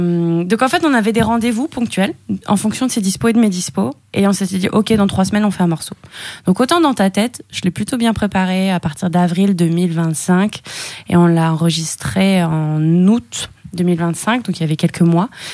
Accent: Brittany, France; moi, en tant que petite bretonne qui part à New York City

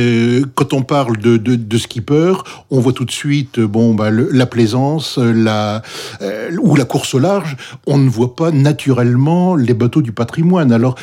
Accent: Lille, Hauts-de-France, France; Le Nord, qui est ma région d'origine, où je suis né à Lille.

